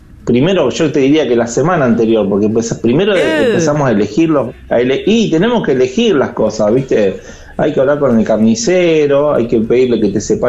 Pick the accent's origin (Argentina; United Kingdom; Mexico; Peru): Argentina; ¿Viste cómo somos los argentinos?